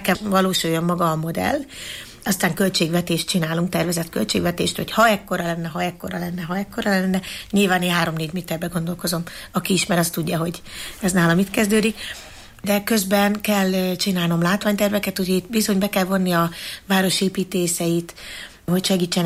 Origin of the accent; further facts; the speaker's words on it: Eger, Heves, Hungary; EGRI nőként itt nőttem fel, tehát tudom, hogy mit jelent jelent az, hogy a városom a mindenem